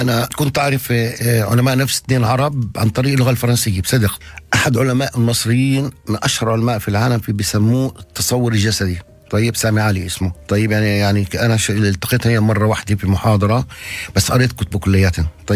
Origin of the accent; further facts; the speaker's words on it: Palestine; وده واحنا كفلسطينيين